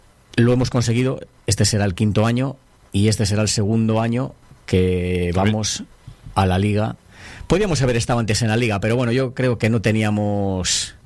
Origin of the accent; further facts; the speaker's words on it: Riba de Ruesga, Cantabria, Spain; Yo soy de Riba de Ruesga